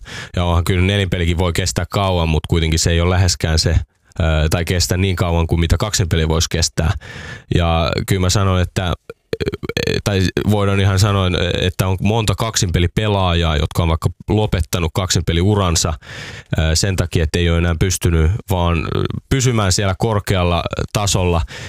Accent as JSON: {"language": "Finnish", "town": "Porvoo", "region": "Uusimaa", "country": "Finland", "said": "kaikki mulla on Helsingissä, mä tuun Porvoosta siis mä oon Porvoosta, niin kaikki on Helsingissä."}